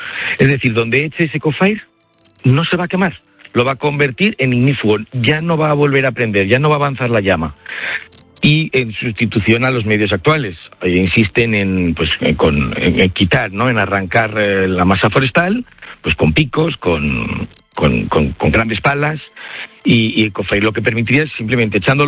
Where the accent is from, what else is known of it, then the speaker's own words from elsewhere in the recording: Zaragoza, Aragon, Spain; al final nosotros somos de Aragón, de Zaragoza, hay mucha gente que nos contacta